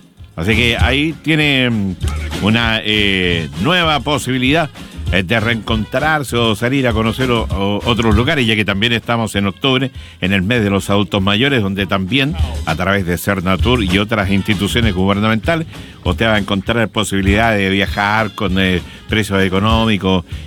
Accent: Concepción, Biobío, Chile; Que uno dice de Conce y entienden al tiro que nosotros somos de Concepción.

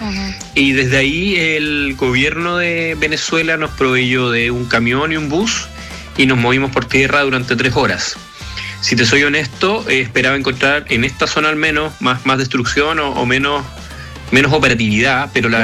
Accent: Chile; De lo que conozco, porque soy chileno, fue un terremoto muy superficial, comparado con los de Chile.

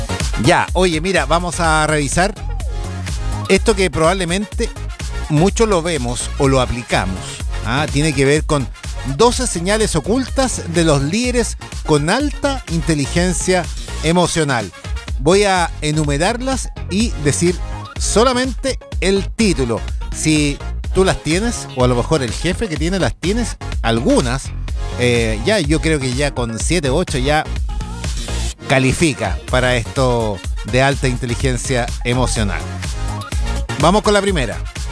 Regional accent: Chile; cosa que nos cuesta mucho como chilenos, cuesta la autocrítica o decir verdades.

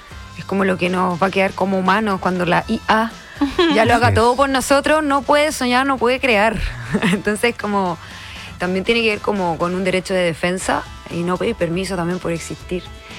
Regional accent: Valparaíso, Chile; now in Papudo, Chile; Bueno, yo soy en teoría de Valparaíso, pero vivo en Papudo.

